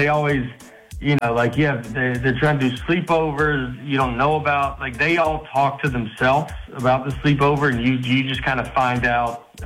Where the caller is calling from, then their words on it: Nashville, Tennessee, United States; I'm in Nashville.